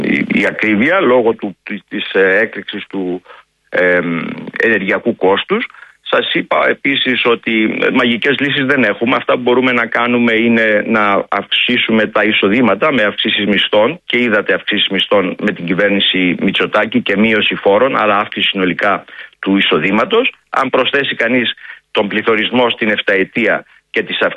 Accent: Thessaly, Greece

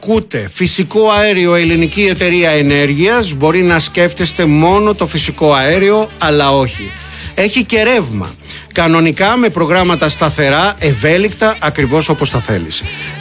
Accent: Monemvasia, Peloponnese, Greece; εκεί στα μέρη μου. Δήμος Μονεβασιάς, με πρωτεύουσα τους Μολάους και η έδρα του Δημαρχείου στα Παπαδιάννικα.

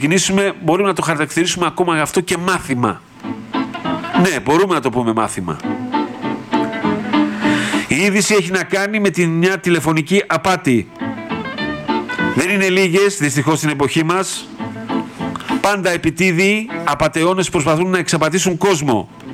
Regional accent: Greece; εμείς ως Έλληνες καταναλωτές

